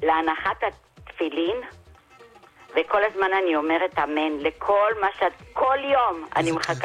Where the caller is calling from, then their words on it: Bat Yam, Tel Aviv District, Israel; מבת ים, אני בת 80, סבתא לשמונה נכדים.